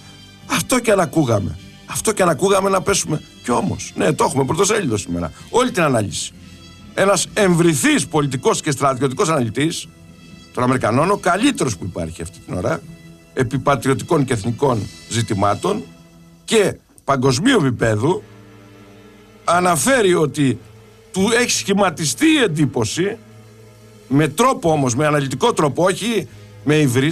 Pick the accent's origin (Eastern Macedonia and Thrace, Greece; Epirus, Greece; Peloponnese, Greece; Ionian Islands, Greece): Peloponnese, Greece; λωθιά που λέγαμε και στο χωριό μου, λωθιά, λωθιά. Εγώ είμαι αιμοραϊτής.